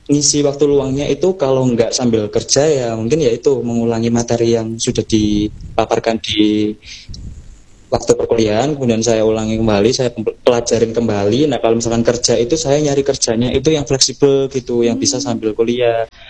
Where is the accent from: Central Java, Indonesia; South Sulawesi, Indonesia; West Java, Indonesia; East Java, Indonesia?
East Java, Indonesia; Lamongan; Terus asal saya itu dari Kecamatan Laren, Lamongan.